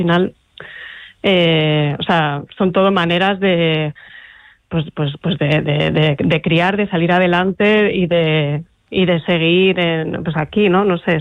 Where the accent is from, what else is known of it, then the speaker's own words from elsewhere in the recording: Gijón, Asturias, Spain; Claro, en la misma casa, claro, yo soy de provincias, yo soy de Gijón además, entonces había esta cosa de no digas nada en el colegio que te van a mirar distinto, ¿no?